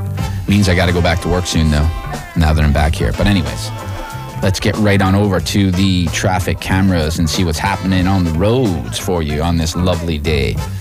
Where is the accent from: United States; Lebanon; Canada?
Canada; I said, I'm originally Canadian, but they go, you got a twang.